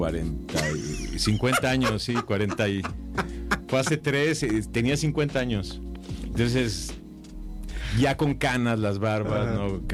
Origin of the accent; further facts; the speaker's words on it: Mexico; Soy mexicano, soy turista